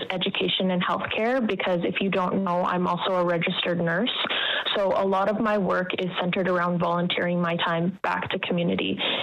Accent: Alberta, Canada; I'm from Dene Ta First Nation. I grew up in Bushy, one of our three communities.

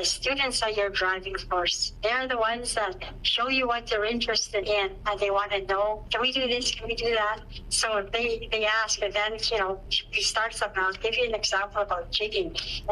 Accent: Inuvik, Northwest Territories, Canada; moved away as an adult; also born or lived in Iqaluit; now in Fort Smith, Canada; And although I say that I'm from Iqaluit, I was raised in Inuvik. I went to school in Inuvik and in Aurora College and here in Fort Smith, where I'm recently retired now.

